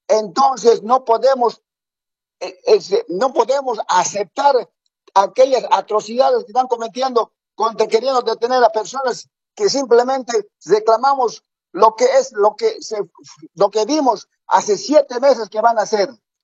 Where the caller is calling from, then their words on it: Santa Cruz, Bolivia; Desde Santa Cruz, Buena Fe.